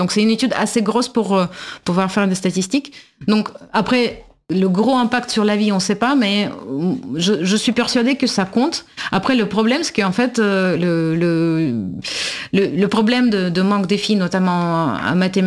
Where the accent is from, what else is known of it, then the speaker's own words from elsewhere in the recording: Russia; je suis pas géorgienne, mais je suis russe